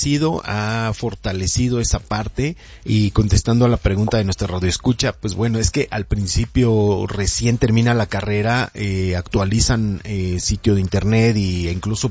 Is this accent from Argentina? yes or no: no; Mexico; como mexicanos debemos apoyar